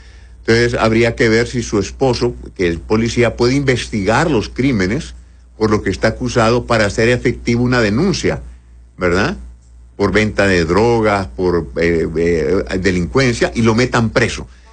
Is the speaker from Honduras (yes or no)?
yes; Honduras